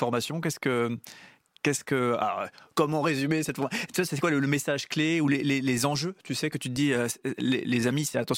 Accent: Strasbourg, Grand Est, France; Nous, ce studio est à Strasbourg. Moi, je viens de Strasbourg.

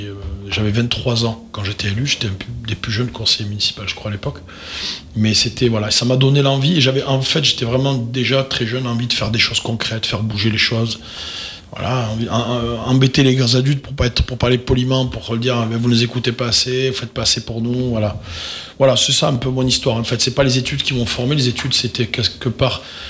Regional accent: Occitanie, France; Je suis originaire de l'Ariège, voilà, sinon j'ai été élu local à l'année pendant une quinzaine d'années

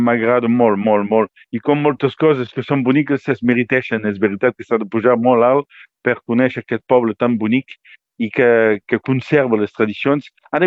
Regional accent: Villefranche-de-Conflent, Occitania, France; jo he viscut sempre aquí en Conflent, he nascut aquí en Conflent i encara 57 anys

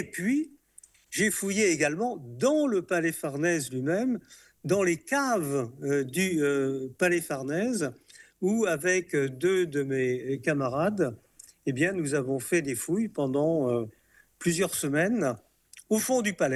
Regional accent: Lyon, Auvergne-Rhône-Alpes, France; moved away as an adult; Je suis né à Lyon, je suis resté à Lyon pendant 20 ans.

